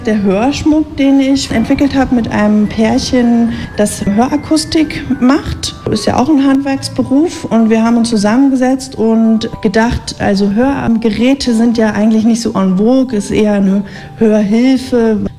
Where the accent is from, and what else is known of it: Brandenburg, Germany; now in Dresden, Germany